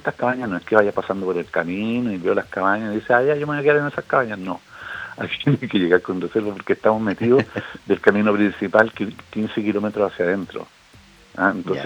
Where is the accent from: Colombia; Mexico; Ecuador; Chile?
Chile; ¿Cómo somos los chilenos?